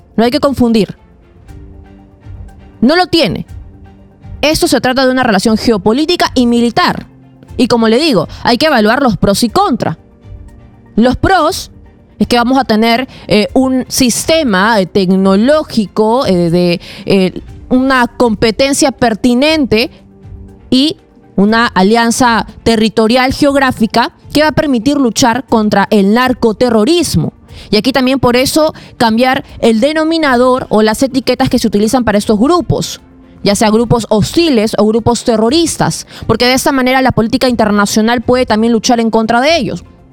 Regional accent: Peru; a nosotros como peruanos nos importa que nuestro país sea grande.

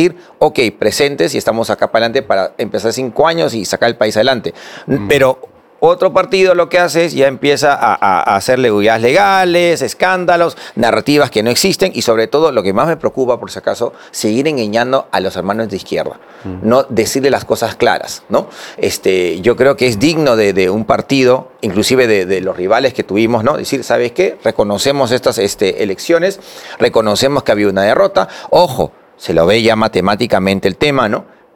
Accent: Peru

